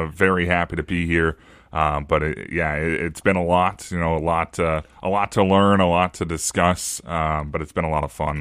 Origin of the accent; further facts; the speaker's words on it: Clarkson, Nebraska, United States; moved away as an adult; also born or lived in O'Neill, Nebraska / Roseland, Nebraska / Elgin, Nebraska / Sioux City, Iowa; Born and raised in Nebraska. I was born in O'Neill, Nebraska. We moved when I was, very young, an infant, to Clarkson, Nebraska. And I was in Clarkson until about eighth grade.